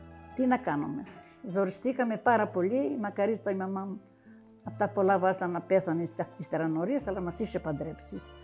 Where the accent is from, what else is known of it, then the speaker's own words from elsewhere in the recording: Vorizia, Crete, Greece; Εγώ ήμουν και από τα Βορίζα, δεν ήξερα και πολλά.